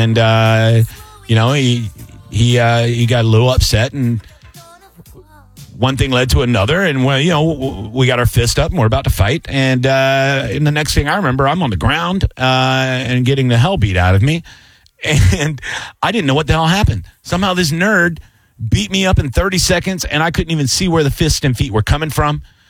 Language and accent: English; Tampa, Florida, United States; I was always a big kid, fat kid, obviously, but I was a little scrappy, growing up in Seminole Heights.